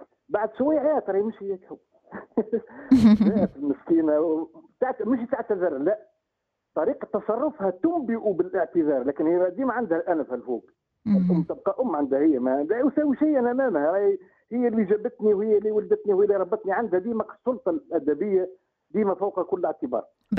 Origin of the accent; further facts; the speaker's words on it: Tunisia; also born or lived in Kasserine; أنا راني ولدت في الريف وولد ريف